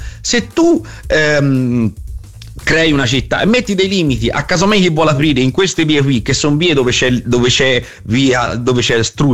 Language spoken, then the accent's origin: Italian; Campi Bisenzio, Tuscany, Italy; now in Milan, Italy; io da campigiano quando torno a casa